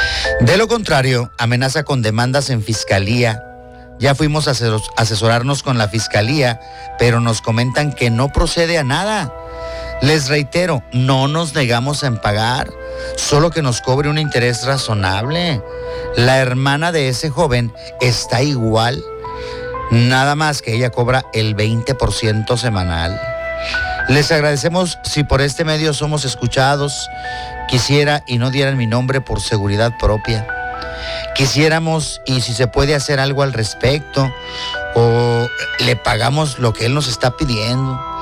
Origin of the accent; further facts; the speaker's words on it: Villa Ahumada, Chihuahua, Mexico; Les cuento que somos alrededor de 50 personas en esta situación. Somos de Villa Ahumada, Chihuahua. Vivimos en una comunidad perteneciente a este municipio.